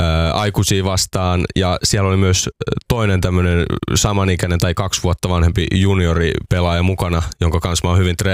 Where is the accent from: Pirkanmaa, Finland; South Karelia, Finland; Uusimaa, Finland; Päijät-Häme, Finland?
Uusimaa, Finland; Porvoo; nyt mä oon Porvoosta kotosin